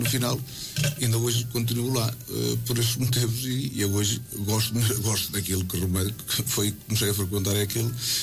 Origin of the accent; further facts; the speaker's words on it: Portugal; Nasci e continuo em Pereira.